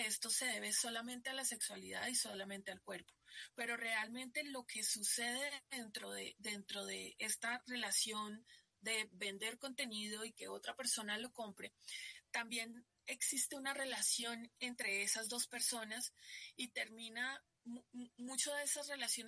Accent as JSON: {"language": "Spanish", "region": "Bogotá", "country": "Colombia", "said": "pues porque yo soy Rola y estoy enamoradísima de Bogotá."}